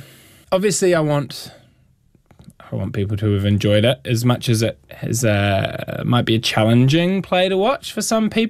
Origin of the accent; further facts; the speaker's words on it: Christchurch, Canterbury, New Zealand; I'm from Christchurch, but, you know, I have family friends who are farmers, and we spend a lot of our time in, like, rural Otago and places like that.